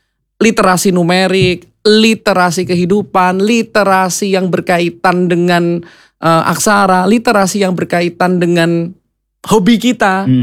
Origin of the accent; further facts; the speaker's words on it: Kebumen, Central Java, Indonesia; moved away as an adult; now in Purwokerto, Indonesia; Saya aslinya dari Kebumen.